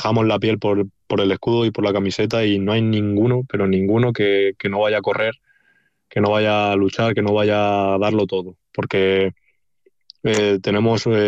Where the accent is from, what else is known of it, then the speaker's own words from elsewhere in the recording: Toledo, Castilla-La Mancha, Spain; a los que no son de aquí enseñarles lo que es ser de Toledo